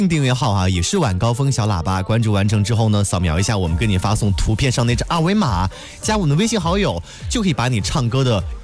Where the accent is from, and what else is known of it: Shandong, China